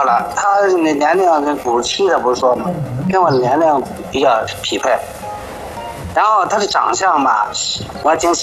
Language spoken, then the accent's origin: Chinese; Beijing, China; 我是老北京人。